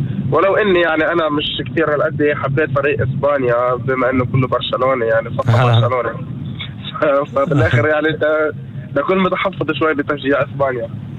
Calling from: Arraba, Northern District, Israel; من عرابي.

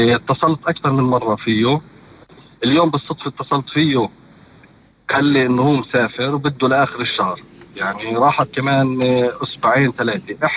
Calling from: Yafa an-Naseriyye, Northern District, Israel; من يافت الناصري.

